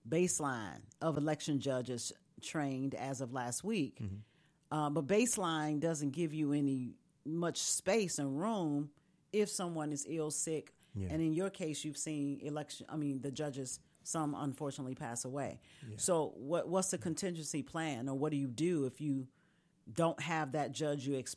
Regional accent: East St. Louis, Illinois, United States; I'm from East St. Louis, my family down there.

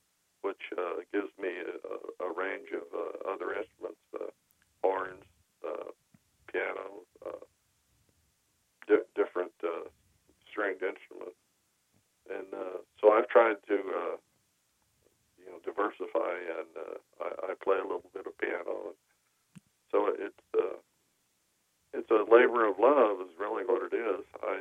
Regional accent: Kentucky, United States; I come from Kentucky, and actually out of Appalachia, Kentucky.

